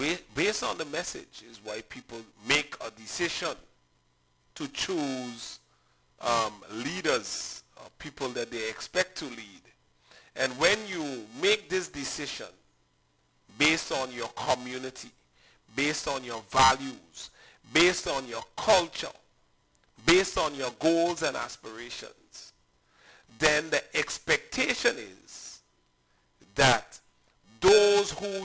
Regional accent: Sint Eustatius, Caribbean Netherlands; also born or lived in Curaçao; growing up on St. Eustatius as a boy.

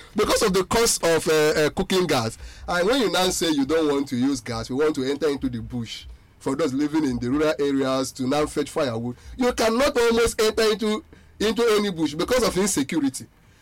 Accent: Nigeria; as a Nigerian

